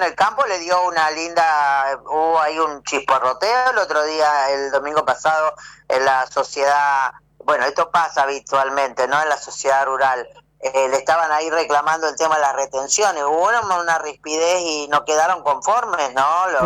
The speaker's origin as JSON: {"language": "Spanish", "country": "Argentina", "said": "Que somos argentinos."}